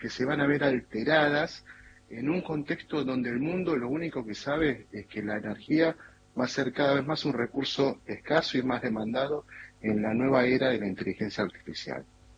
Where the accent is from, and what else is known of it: Argentina